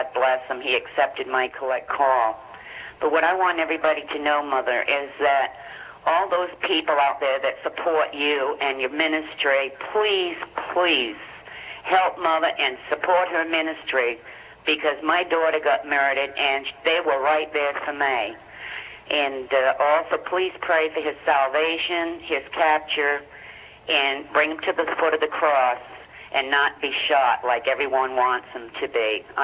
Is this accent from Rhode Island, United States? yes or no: yes; Middletown, Rhode Island, United States; from Middletown, Rhode Island.